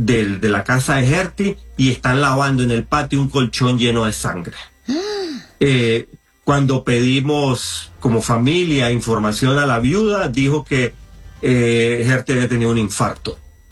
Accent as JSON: {"language": "Spanish", "country": "Nicaragua", "said": "te lo digo como un nicaragüense que ha estado en las calles, que se ha manifestado cívicamente"}